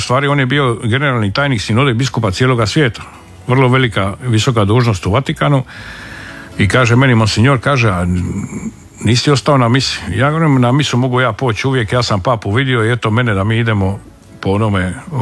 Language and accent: Croatian; Pučišća, Split-Dalmatia County, Croatia; moved away; Pa ja sam, znači, otišao iz Pučišća, završio sam vojne škole, vojnu srednju školu, akademiju